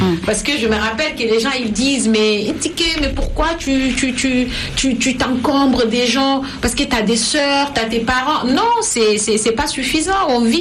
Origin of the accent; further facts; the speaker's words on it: Chad; also born or lived in United States / Senegal; now in France; j'ai vécu 13 années de ma vie à l'extérieur du Tchad, dont 9 années aux États-Unis, et quand je suis rentrée